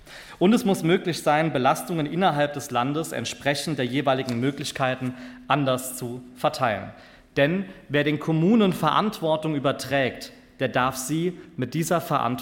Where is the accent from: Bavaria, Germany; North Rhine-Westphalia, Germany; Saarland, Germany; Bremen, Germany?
Saarland, Germany; Saarbrücken; Ich denke dabei auch an meine Heimatstadt Saarbrücken.